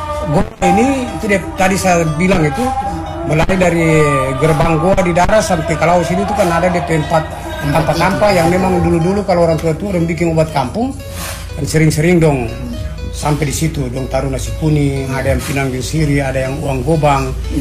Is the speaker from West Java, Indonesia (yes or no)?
no; Weda, North Maluku, Indonesia; kita orang Weda ini kan dia beda dengan petani dengan maba.